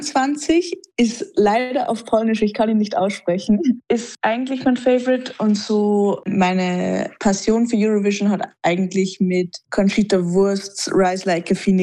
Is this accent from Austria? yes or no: yes; Salzburg, Austria; Österreich als Salzburgerin.